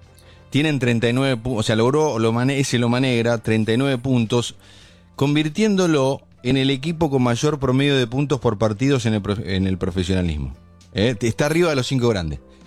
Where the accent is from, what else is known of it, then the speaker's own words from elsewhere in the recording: Olavarría, Buenos Aires Province, Argentina; moved away; inundaciones de Olavarría, inundaciones de mi pueblo